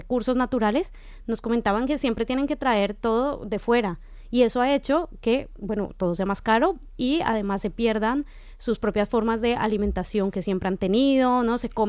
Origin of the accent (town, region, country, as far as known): Colombia